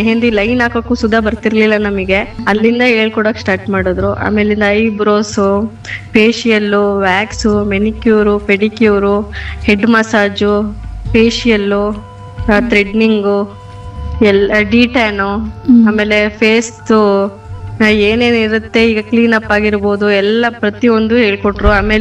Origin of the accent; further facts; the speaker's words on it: Anuganahalli, Karnataka, India; ನಾನು ಮೂಲತಃ ಹಳ್ಳಿಯವಳೇನೆ, ಅನಗಳ್ಳಿ ಅಂತ ನಮ್ದು, ಮೈಸೂರು ತಾಲೂಕು ಜೈಪುರ ಹೋಬಳಿ. ಅಲ್ಲಿಂದ ನಾನು ಡಿಗ್ರಿ ಮಾಡಿದೆ